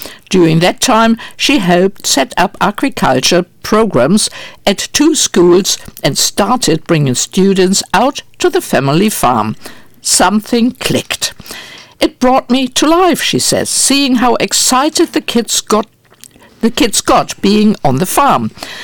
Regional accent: Hamburg, Germany; moved away; I was brought up in Hamburg, and I was so grateful that I had relatives who had a farm

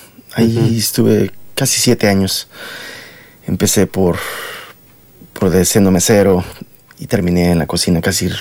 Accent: Mexico; moved away as an adult; now in Australia; Mi país, claro, siempre lo he extrañado y cada que voy a México me vuelvo enamorada de México

